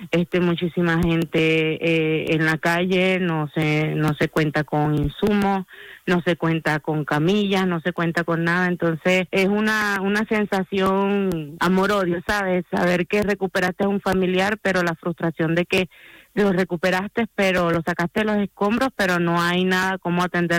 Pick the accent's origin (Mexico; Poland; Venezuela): Venezuela; Monagas; now in Talavera de la Reina, Spain; Yo soy de la parte de oriente del país, de Monaga. Estoy a 8 horas en carretera de donde fue el devastador terremoto.